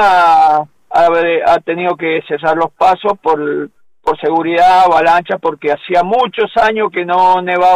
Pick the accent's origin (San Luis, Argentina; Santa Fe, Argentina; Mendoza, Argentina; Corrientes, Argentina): Mendoza, Argentina; yo soy oriundo de Mendoza